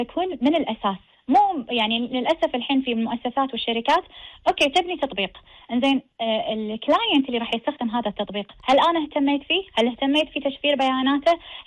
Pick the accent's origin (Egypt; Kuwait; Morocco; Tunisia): Kuwait